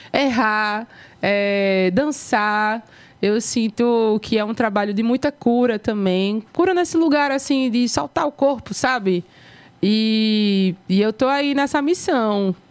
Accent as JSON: {"language": "Portuguese", "region": "Northeast Brazil", "country": "Brazil", "said": "E nós somos cria do sol quente nesse território, né?"}